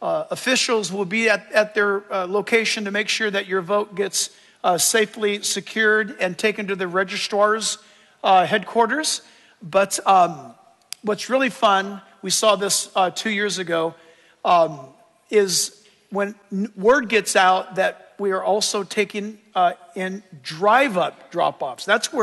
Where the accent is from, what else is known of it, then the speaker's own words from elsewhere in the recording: United States; born there; I was born in America.